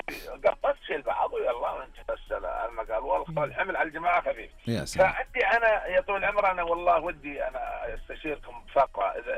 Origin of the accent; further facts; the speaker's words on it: Saudi Arabia; حنا كسعوديين